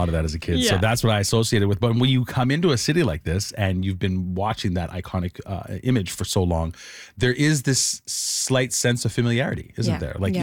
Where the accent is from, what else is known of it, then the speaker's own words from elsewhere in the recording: Winnipeg, Manitoba, Canada; now in Toronto, Canada; now living in this city as opposed to when I was a kid in Winnipeg